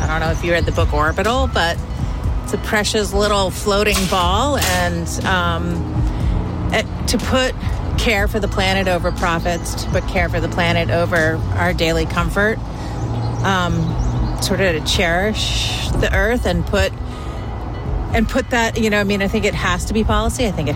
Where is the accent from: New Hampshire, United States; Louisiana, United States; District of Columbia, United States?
New Hampshire, United States; Hopkinton; I'm from Hopkinton, New Hampshire.